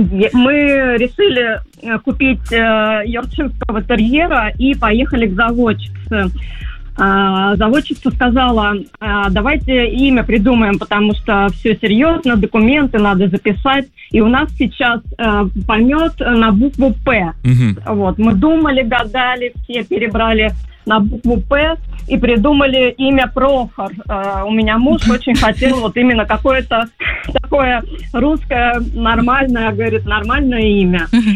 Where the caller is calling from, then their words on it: Podolsk, Moscow Oblast, Russia; я из Подольска, мы из Подольска